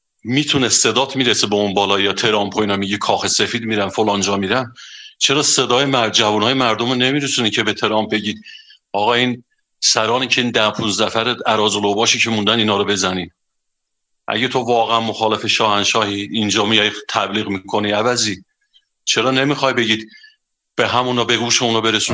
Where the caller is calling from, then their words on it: Ardabil, Ardabil Province, Iran; من از اردبیلم